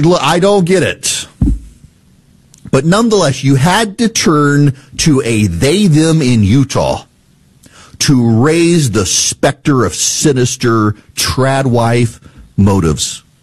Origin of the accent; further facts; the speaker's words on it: Dubai, United Arab Emirates; moved away; when I was a kid in the Middle East, because I grew up in Dubai